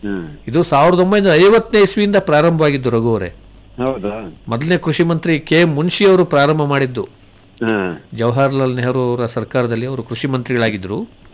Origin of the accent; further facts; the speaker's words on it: Kodagu district, Karnataka, India; ನಾವು ಕೊಡಗು ಜಿಲ್ಲೆಯವರು.